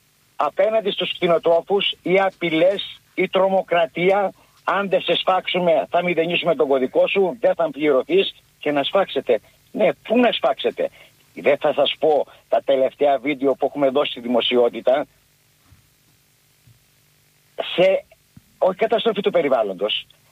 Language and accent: Greek; Skalochori, North Aegean, Greece; εδώ στο νησί μου κινητούς καυστήρες? Πώς το κάνετε αυτό? Φανταστείτε, κατάγομαι από ένα χωριό που λέγεται Σκαλοχώρη.